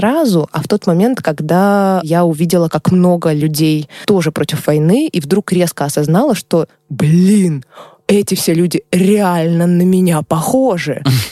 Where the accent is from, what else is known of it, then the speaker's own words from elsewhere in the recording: Russia; moved away as an adult; also born or lived in Saint Petersburg; now in Georgia; Он такой, откуда вы? Я говорю, а я из России.